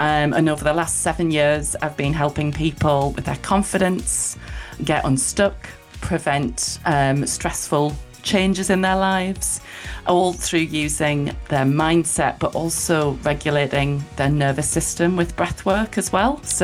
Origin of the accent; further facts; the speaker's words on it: Sunderland, North East England, United Kingdom; So I'm from Sunderland originally, around Oxford Park area, for those that are local